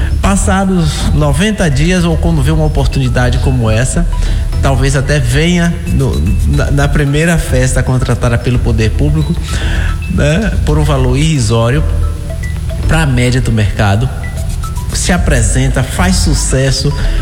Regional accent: Bahia, Brazil

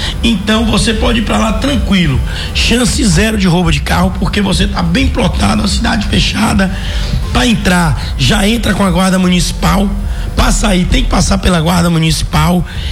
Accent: Brazil; Sou brasileiro

